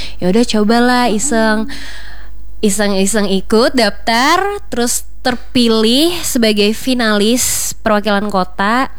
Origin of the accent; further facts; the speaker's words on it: Central Kalimantan, Indonesia; mereka tuh gak paham juga bahasa Dayak yang punya aku, karena mereka Dayak Manyen kan. Aku Dayak Ngaju.